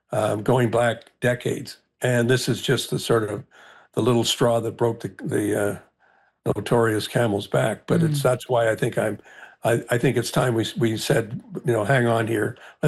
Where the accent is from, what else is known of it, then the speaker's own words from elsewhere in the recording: Canada; we could actually deal with the security situations in which we find ourselves as Canadian members of a mission